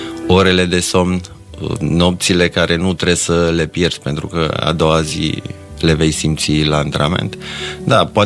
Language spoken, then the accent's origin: Romanian; Dej, Cluj County, Romania; born there; Da, m-am născut la Dej.